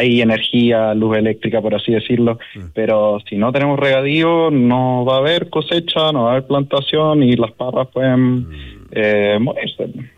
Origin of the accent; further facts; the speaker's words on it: Vallenar, Atacama, Chile; born there; de toda mi vida que estaba ahí en Vallenar